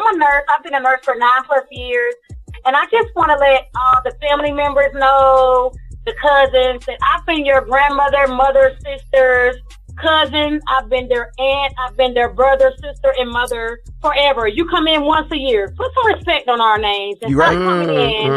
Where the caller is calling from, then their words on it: Ashburn, Georgia, United States; I'm calling from Ashburn, Georgia.